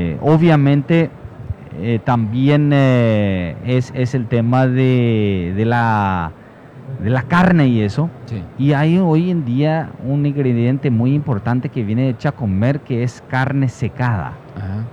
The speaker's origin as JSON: {"language": "Spanish", "region": "Caaguazú", "country": "Paraguay", "tie": "born there", "said": "en nuestra zona donde yo nací, en el departamento de Caguazú"}